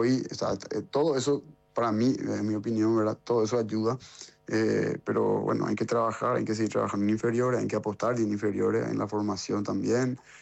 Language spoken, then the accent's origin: Spanish; Paraguay